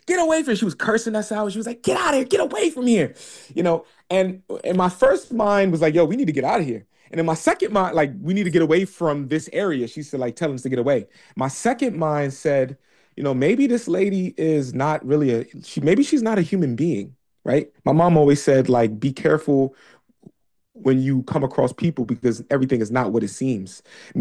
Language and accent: English; New York City, New York, United States; I've never, and I grew up in New York City, I've never seen so many abandoned houses